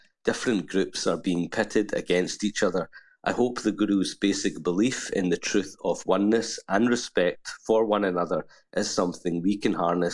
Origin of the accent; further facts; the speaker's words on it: Scotland, United Kingdom; someone like myself, born and bred in Scotland, brown-skinned and the grandchild of Indian immigrants